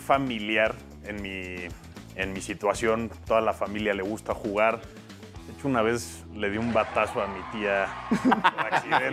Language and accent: Spanish; Mexico City, Mexico; Soy de la Ciudad de México.